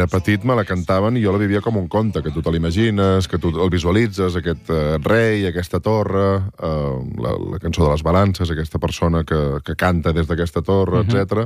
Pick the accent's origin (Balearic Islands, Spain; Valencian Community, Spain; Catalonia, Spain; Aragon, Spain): Catalonia, Spain; Salt; Jo sóc, a més de Salt, que és un lloc una mica especial, perquè nosaltres vam conviure amb diferents cultures des de molt petits.